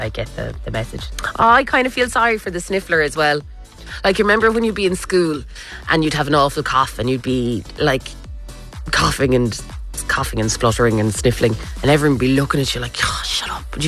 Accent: Kerry, Munster, Ireland; accent: Kerry; Excuse me for saying catch in my Kerry accent.

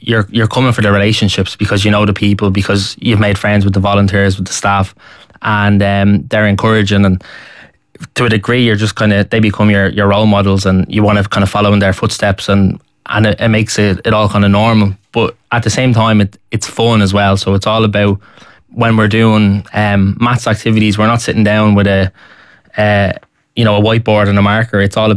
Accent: Dublin, Leinster, Ireland; I grew up in Talla. My man and I are both Talla heads, and we grew up kind of in an area just kind of West Talla, just on the periphery of Jobstown.

